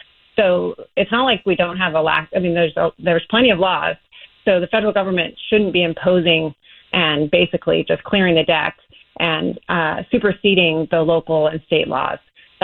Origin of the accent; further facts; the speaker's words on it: Santa Barbara, California, United States; I was born and raised in Santa Barbara and was here in 2015 when that pipeline burst.